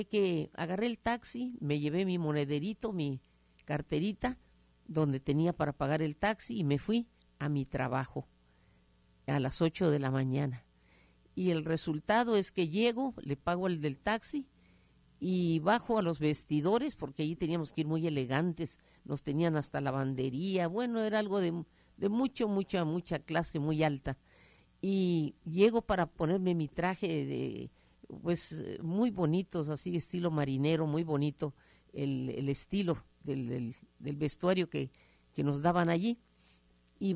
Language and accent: Spanish; Mexico City, Mexico; cuando crecí en la Ciudad de México, pues me encontré, después de que mi madre me tuvo en un colegio, ¿verdad? En un colegio, en un internado, allí en la Basílica de Guadalupe